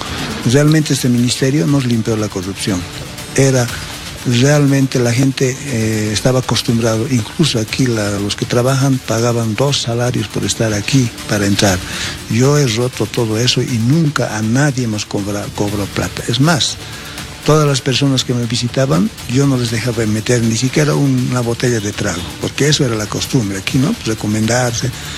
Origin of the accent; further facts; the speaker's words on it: El Alto, La Paz, Bolivia; el Alto La Paz, yo soy del Alto La Paz